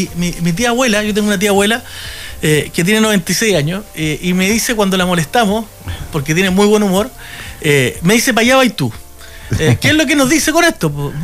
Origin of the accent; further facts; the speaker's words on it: Talcahuano, Biobío, Chile; Yo soy de Talcahuano.